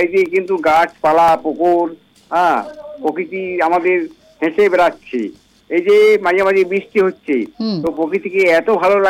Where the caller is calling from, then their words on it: West Bengal, India; বীরভূম থেকে বলছি